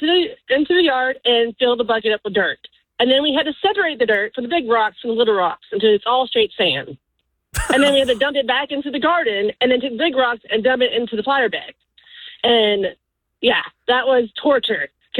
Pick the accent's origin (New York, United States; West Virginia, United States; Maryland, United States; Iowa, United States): West Virginia, United States; I'm an 80s kid. Okay, 80s, 90s kid. Mm-hmm. So I grew up in West Virginia.